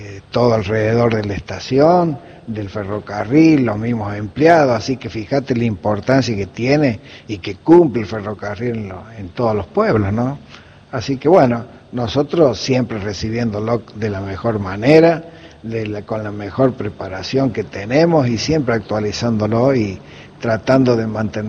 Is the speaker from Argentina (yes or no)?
yes; Argentina; y también les sirve para conocer nuestra propia idiosincrasia, ¿no es cierto?, como argentino y como ferroviario.